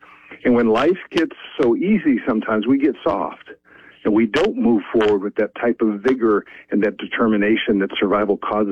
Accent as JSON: {"language": "English", "region": "Oregon", "country": "United States", "said": "Well, I'm from Oregon. I'm Central Oregon."}